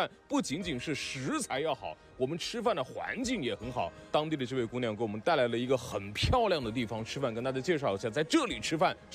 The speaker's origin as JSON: {"language": "Chinese", "town": "Changsha", "region": "Hunan", "country": "China", "said": "作为一个长沙人，鸭子吃的太多了"}